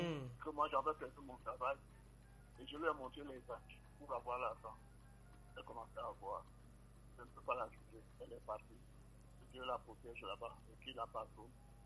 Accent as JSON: {"language": "French", "country": "Cameroon", "said": "Nous sommes camerounais. Donc, voilà pour moi."}